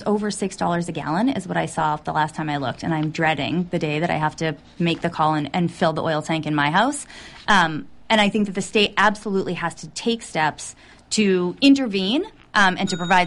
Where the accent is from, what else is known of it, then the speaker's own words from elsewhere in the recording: Pembroke, Massachusetts, United States; I grew up in Pembroke.